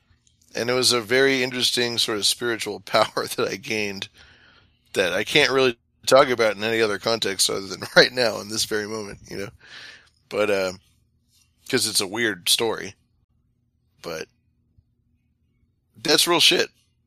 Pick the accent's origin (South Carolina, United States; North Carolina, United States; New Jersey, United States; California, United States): California, United States; I grew up in the Sacramento River Delta region, which back in the day of the early California pioneer days, they used to call that area the wilds